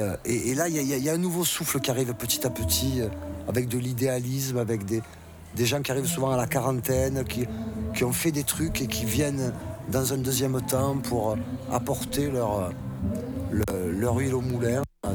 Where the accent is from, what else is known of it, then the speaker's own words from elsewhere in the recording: Marseille, Provence-Alpes-Côte d'Azur, France; Je suis souvent fier d'être Marseillais